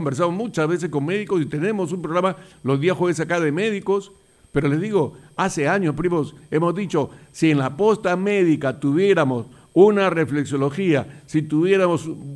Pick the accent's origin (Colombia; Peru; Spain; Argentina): Peru; Yo soy peruano y soy patriota y me considero patriota